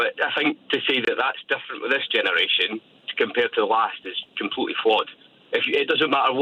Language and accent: English; St Andrews, Scotland, United Kingdom; now in London, United Kingdom; I grew up in St Andrews, which is obviously university town. There's a lot of money in there.